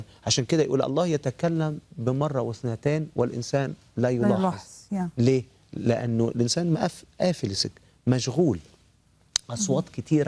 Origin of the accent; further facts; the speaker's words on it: Egypt; زي ما عندنا في مصر